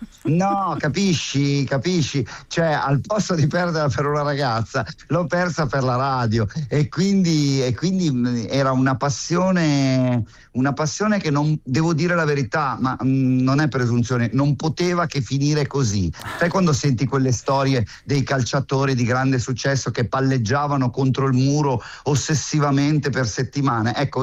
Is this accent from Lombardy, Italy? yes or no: yes; San Donato Milanese, Lombardy, Italy; io vengo da Metanopoli, sono un figlio del proprio del cane a sei zampe.